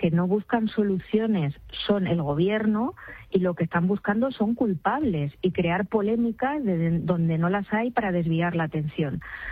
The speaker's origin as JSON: {"language": "Spanish", "country": "Spain", "said": "como española y como médico"}